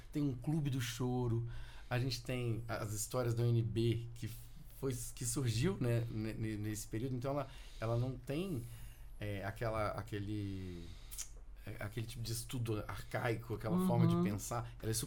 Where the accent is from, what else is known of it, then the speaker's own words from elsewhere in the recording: Rio Grande do Sul, Brazil; now in Brasília, Brazil; eu sou gaúcho